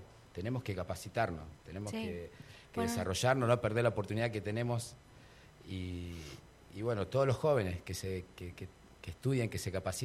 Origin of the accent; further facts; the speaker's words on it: Cinco Saltos, Río Negro, Argentina; born there; moved away; nací acá en Cinco Saltos, me fui 30 años... un poco de experiencia, ir a otros lugares, volver a mi ciudad ahora